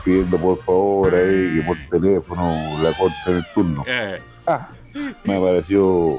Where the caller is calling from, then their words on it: Quilpué, Valparaíso, Chile; Yo soy de acá de Quilpué.